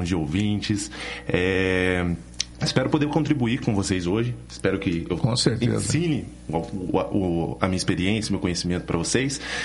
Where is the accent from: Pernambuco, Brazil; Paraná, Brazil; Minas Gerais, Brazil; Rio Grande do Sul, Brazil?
Paraná, Brazil; Pinhais; also born or lived in Curitiba; eu sou nascido em Curitiba, mas foi viver a minha vida toda, basicamente, em Pinhais, região metropolitana, do ladinho ali. Cidade maravilhosa, que eu tenho uma paixão enorme.